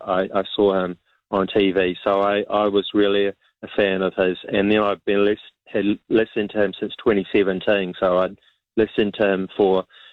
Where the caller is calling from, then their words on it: Auckland, New Zealand; I said I was talking from Auckland, and he said he'd love to do a trip to Auckland